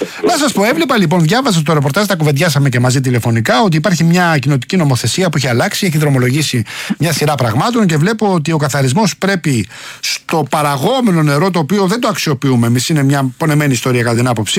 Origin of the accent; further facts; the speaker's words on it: Rafina, Attica, Greece; Το, ας πούμε, στην πατρίδα μου στη Ραφίνα χτίζεται ένας βιολογικός εκεί.